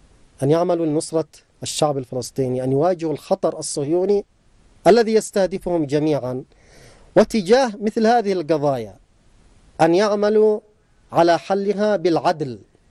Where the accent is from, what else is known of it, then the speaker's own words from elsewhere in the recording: Yemen; نحن كشعب يمني من حقنا أن ننعم بالحرية والاستقلال